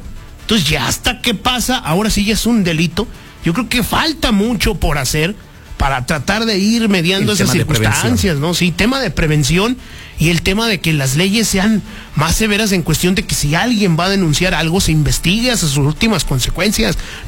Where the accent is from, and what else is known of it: Mexico